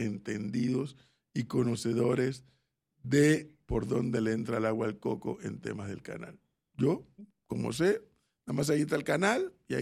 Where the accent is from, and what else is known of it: Panama